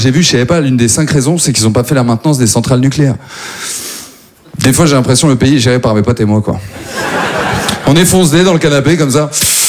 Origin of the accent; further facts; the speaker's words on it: Maubeuge, Hauts-de-France, France; now in Paris, France; Moi, à la base, en plus, je viens pas du tout de Paris. Moi, je viens de Maubeuge.